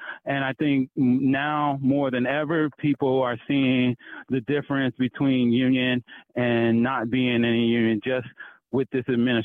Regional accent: Erie, Pennsylvania, United States; moved away; I grew up in Erie, Pennsylvania. My dad was a teamster working out at the Welch's plant in Northeast Pennsylvania.

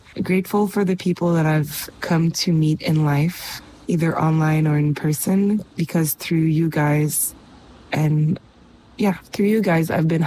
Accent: Mauritius; I'm from Mauritius

